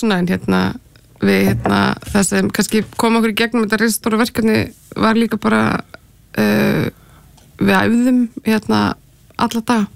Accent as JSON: {"language": "Icelandic", "region": "Capital Region", "country": "Iceland", "tie": "born or raised there", "said": "En ég ólst upp á Bergþórgötunni"}